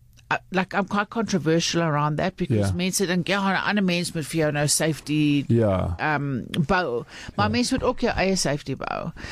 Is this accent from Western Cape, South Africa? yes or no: yes; Cape Town, Western Cape, South Africa; born there; now in Johannesburg, South Africa